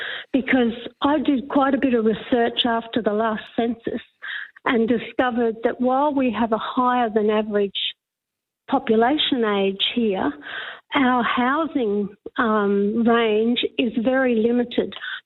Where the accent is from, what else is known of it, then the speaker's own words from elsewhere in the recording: Kilkivan, Queensland, Australia; moved away as an adult; Well, I'm born and bred in Kilkeven 69 years ago. Mm-hmm. And I couldn't wait to get out of the area when I was 17. I wanted to see the world. And then in my early 40s, I came back.